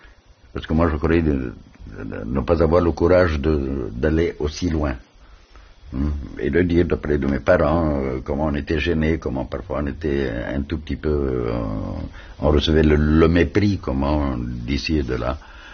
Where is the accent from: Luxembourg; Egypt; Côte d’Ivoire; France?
Egypt; Alexandria, Alexandria Governorate; now in Cairo, Egypt; Et moi aussi, je suis assez souvent loin d'Alexandrie puisque je travaille au Caire. Mais inévitablement, chaque fois que je vais, j'essaye d'aller dans les quartiers de ma jeunesse